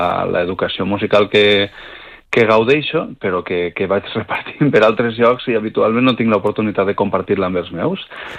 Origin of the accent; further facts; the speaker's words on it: Planes, Valencian Community, Spain; I després en l'especialitat d'oboe pues estic jo, que soc de Planes